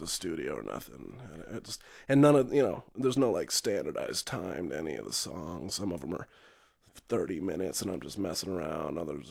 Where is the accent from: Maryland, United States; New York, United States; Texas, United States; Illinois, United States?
Texas, United States; McKinney; born there; now in Austin, United States; For now, I guess I'm from Austin. You could say that. Yeah. Where were you born? Oh, outside of McKinney.